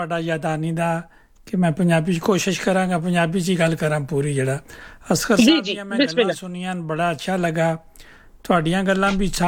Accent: Rawalpindi, Punjab, Pakistan; also born or lived in Gulyana, Gujar Khan; ਮੈਂ ਪਿੰਡੀ 'ਚ ਪੈਦਾ ਹੋਇਆ, ਪਿੰਡੀ ਮੇਰਾ ਸ਼ਹਿਰ ਹੈ, ਵੈਸੇ ਮੇਰਾ ਗਾਉਂ ਗੁਲਿਆਣਾ, ਗੁਲਿਆਣੇ ਦਾ ਮੈਂ ਰਹਿਣ ਵਾਲਾ

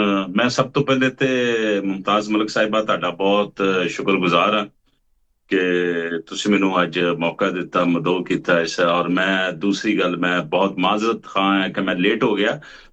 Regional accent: Lahore, Punjab, Pakistan; ਹਾਂ, ਮੇਰਾ ਨਨਿਆਲ ਵੀ ਉੱਥੇ ਆ ਤੇ ਉੱਥੇ ਹੀ ਮੈਂ ਪੈਦਾ ਹੋਇਆ, ਤੇ ਉਸ ਤੋਂ ਬਾਅਦ ਫਿਰ ਲਾਹੌਰ ਦਾ ਇਲਾਕਾ ਹੈਗਾ ਆਪਣਾ ਨੈਸ਼ਨਲ ਟਾਊਨ, ਉੱਥੇ ਮੈਂ ਮੇਰਾ ਬਚਪਨ ਗਰੋ ਹੋਇਆ ਸਾਰਾ

